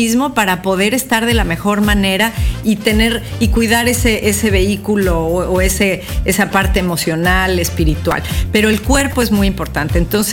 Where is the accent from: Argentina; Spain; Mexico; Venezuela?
Mexico; lo que a mí me conecta con México es el espíritu de nuestra tierra.